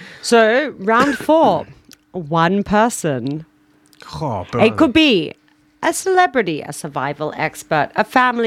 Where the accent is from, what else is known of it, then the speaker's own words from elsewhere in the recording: Australia; I would not. I'm from Australia.